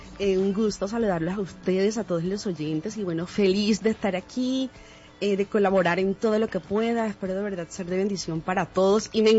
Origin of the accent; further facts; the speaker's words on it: Sincelejo, Sucre, Colombia; el pregrado lo estudié acá en Sincelejo, en mi ciudad natal